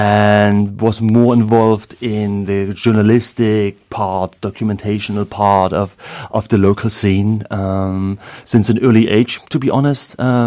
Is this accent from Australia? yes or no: no; Dresden, Saxony, Germany; moved away as an adult; born and raised in Dresden, but I've been living abroad for roughly a decade and have recently returned